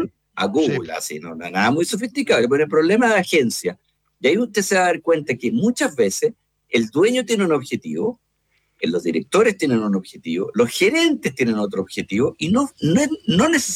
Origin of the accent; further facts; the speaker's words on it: Chile; born there; yo soy chileno y tengo RUT y nací aquí orgulloso